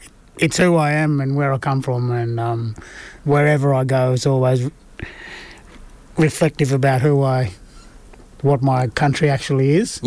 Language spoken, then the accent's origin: English; Goodooga, New South Wales, Australia; Yeah, I'm from Gadooga, and like you said, it's probably at the closest point to the Queensland border. It's be about 15 k's. Born in Doombandy, grew up in Gadooga.